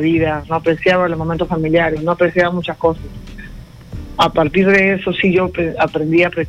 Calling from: San Juan de Lurigancho, Lima, Peru; San Juan de Lurigancho.

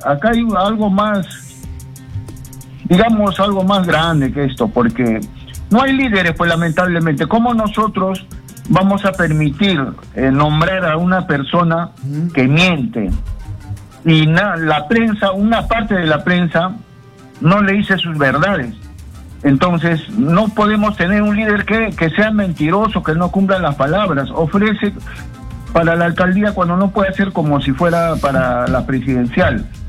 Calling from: Lima, Peru; de San Juan del Urigancho.

